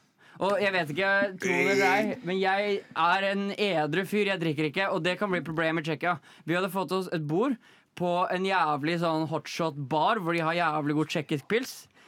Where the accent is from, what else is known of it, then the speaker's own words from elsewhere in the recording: Bergen, Vestland, Norway; Jeg er en bergenser.